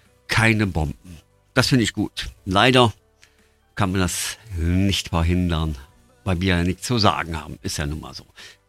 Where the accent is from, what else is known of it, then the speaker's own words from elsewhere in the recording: Düsseldorf, North Rhine-Westphalia, Germany; born there; Studio 1 Mönchengladbach, aber geboren bin ich in Düsseldorf.